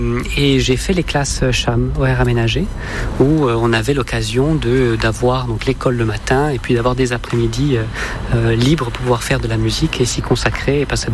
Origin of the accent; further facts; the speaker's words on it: Rusio, Corsica, France; on vient de Rousiou, donc il y a aussi beaucoup de chanteurs là-bas. Donc j'ai aussi grandi en écoutant un petit peu tout ça